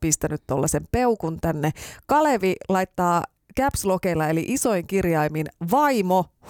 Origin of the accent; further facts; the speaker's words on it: Raahe, North Ostrobothnia, Finland; moved away; Raahessa, josta olen kotoisin, niin siellä on vanhassa Raahessa tällaisia juorupeilejä.